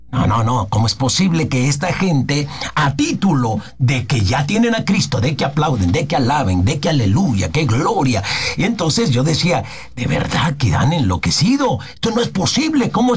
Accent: Mexico; como los mexicanos, que en ocasiones nos iluminan los extranjeros

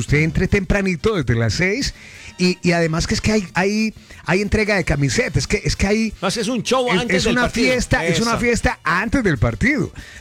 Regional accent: Colombia; yo esas cumbias a mí como que me recalcan de verdad que soy un buen colombiano, ¿cierto?

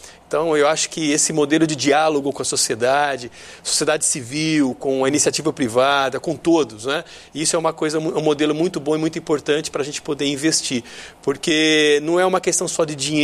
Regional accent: Rio de Janeiro, Brazil; eu venho do Rio de Janeiro

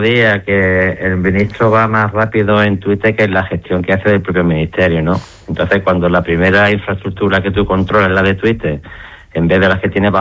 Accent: Ceuta, Spain; somos los ceutíes los responsables de esta invasión, y ya está bien, ¿no? Porque el pueblo de Ceuta lo que necesita son soluciones y respuestas

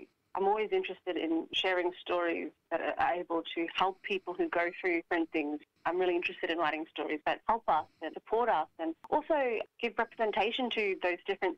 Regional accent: Queensland, Australia; also born or lived in Northern Territory / Western Australia; I am a Cookajungan and Mulurudji woman from Far North Queensland. Yeah, that's who I am, but I also grew up in Northern Territory and over in Western Australia.

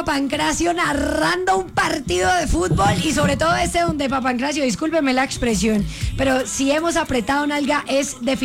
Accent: Cali, Valle del Cauca, Colombia; yo soy de Cali

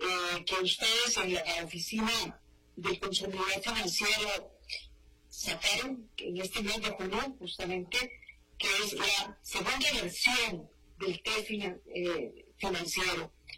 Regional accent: Costa Rica; Nosotros como costarricenses

